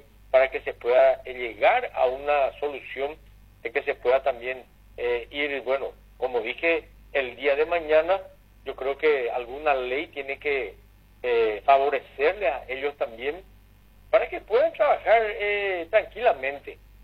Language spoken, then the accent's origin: Spanish; San Estanislao, San Pedro, Paraguay; nuestros compueblanos, aquí taxistas santanianos